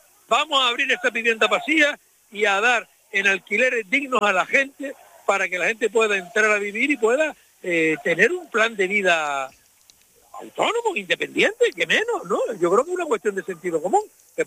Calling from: Canary Islands, Spain; Y somos canarios, y yo soy canario como tú

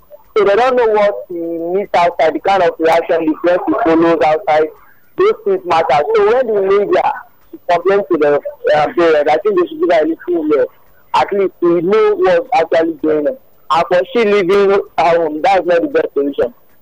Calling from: Ogun, Nigeria; I'm calling from Ogun State.

